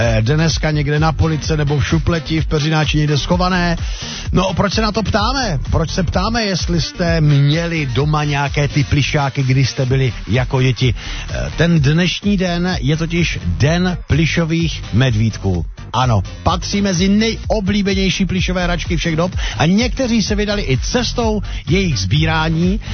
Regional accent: South Moravian Region, Czechia; u nás na Jižní Moravě, kde farnosti a dědiny pořád žijí tak nějak pospolu.

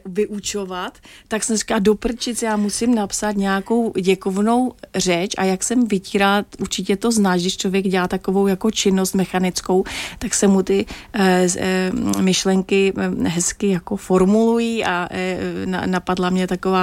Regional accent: Vendryně, Moravian-Silesian Region, Czechia; moved away; já pocházím z Vendrině, ano, ty to vidíš, z Vendrině na Třinecku, na Slezsku, tedy velmi blízko k polským a slovenským hranicím

